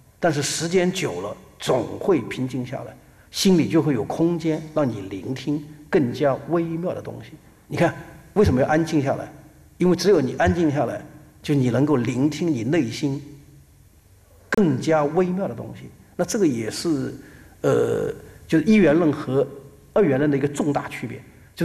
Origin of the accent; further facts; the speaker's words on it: China; 我们中国人、东方人